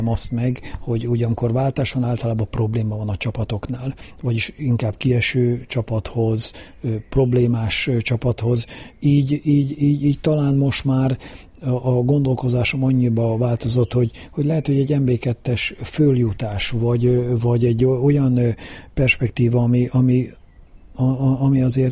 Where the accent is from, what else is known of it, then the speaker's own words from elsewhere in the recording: Kecskemét, Bács-Kiskun, Hungary; a kecskeméti lakosokra, nem csak azért, mert itt születtem ugye a városközpontba, itt nőttem föl a egyik városrészbe, ugye a Széchenyi városba